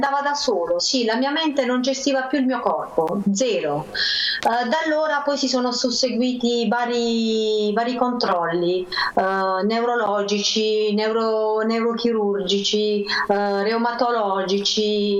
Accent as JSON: {"language": "Italian", "region": "Apulia", "country": "Italy", "said": "essendo pugliese"}